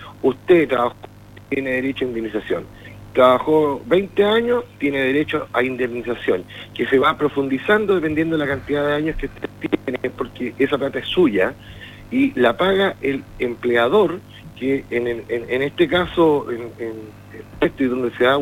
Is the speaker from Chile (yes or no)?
yes; Chile